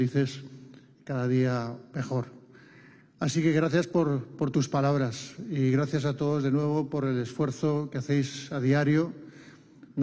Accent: Spain; yo soy español porque nací aquí y una parte de mi herencia es española

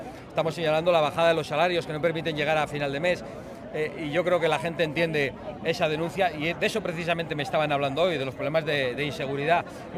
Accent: Basque Country, Spain; en mi tierra, en el País Vasco

